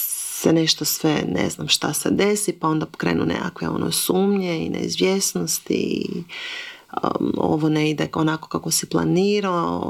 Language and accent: Croatian; Croatia; kod nas u Hrvatskoj